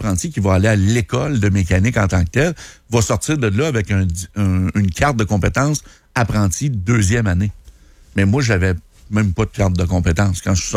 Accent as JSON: {"language": "French", "town": "Quebec City", "region": "Quebec", "country": "Canada", "tie": "born or raised there", "also_born_or_lived": "Val-Bélair", "said": "Moi, je suis né à Québec."}